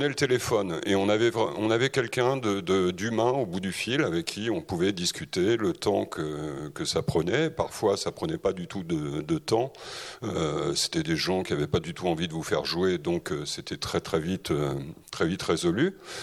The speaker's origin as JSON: {"language": "French", "region": "Normandy", "country": "France", "said": "En fait, moi je viens de Normandie."}